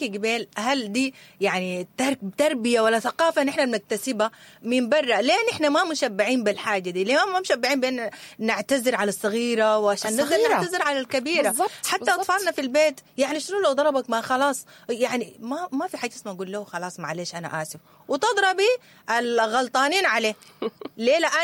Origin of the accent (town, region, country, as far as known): Sudan